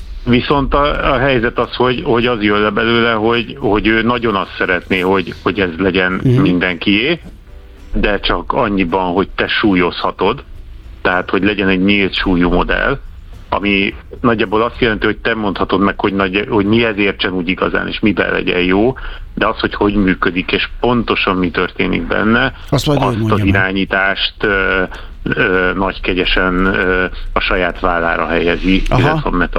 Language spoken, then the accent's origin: Hungarian; Hungary; ilyen magyarok vagyunk